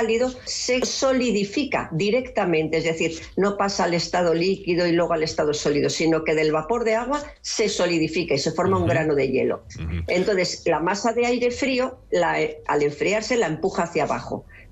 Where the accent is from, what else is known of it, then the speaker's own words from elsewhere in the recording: Spain; yo personalmente, soy de la Ribera del Ebro